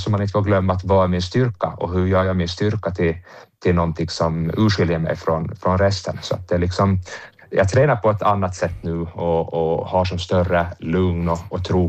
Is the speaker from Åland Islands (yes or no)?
yes; Åland Islands; som ålänning